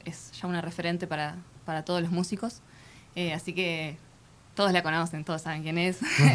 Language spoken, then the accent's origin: Spanish; Gualeguay, Entre Ríos, Argentina; moved away as an adult; now in Santa Fe, Argentina; Nosotros somos de Gualeguay, pero vivimos acá. Hace varios años ya nos vinimos a estudiar a Santa Fe